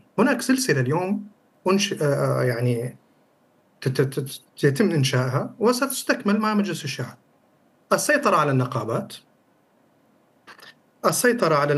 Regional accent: Syria; هم غالبا وفق كل ما وثقناه كسوريين منتهكين

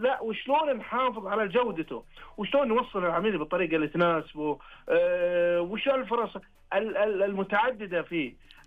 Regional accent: Saudi Arabia; كسعوديين حنا

